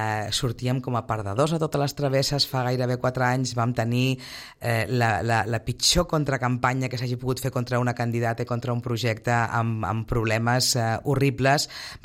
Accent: Sitges, Catalonia, Spain; tots som veïns de Sitges, tots som sitgetans

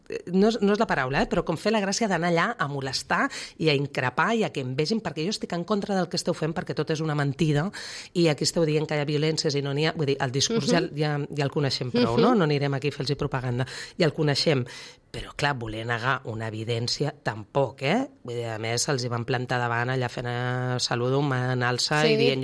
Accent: Sitges, Catalonia, Spain; és el meu poble també

